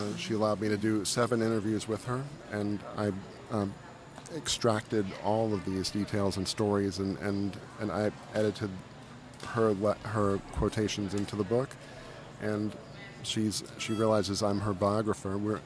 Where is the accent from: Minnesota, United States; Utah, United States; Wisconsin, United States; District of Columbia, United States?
District of Columbia, United States; Washington; this is my bread and butter, my hometown, and the Southwest is really my origin, where I grew up, and also where I returned to finish writing my book. I've lived all over town, but now it's I'm back where I started.